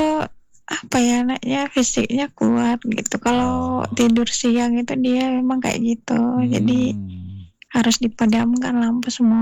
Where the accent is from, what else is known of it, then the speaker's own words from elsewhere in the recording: Masohi, Maluku, Indonesia; Selamat berjumpa kembali dengan saya dari … Maluku Tengah.